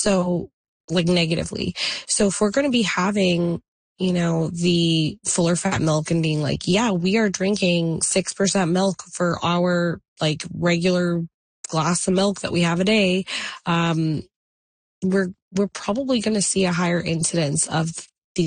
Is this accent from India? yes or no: yes; India; Not just in India, but I'll say India just because I'm Indian